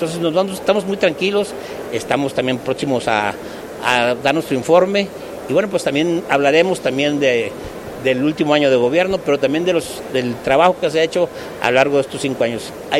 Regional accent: Tampamolón Corona, San Luis Potosí, Mexico; La verdad es que yo soy huasteco de nacimiento, soy originario de Tampamolón Corona, de hecho la alcalde de Tampamolón, la alcaldesa es prima hermana mía

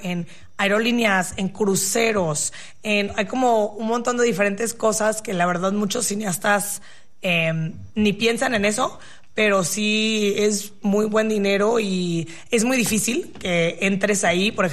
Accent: Mexico; soy mexicana también, tengo mi comunidad latina

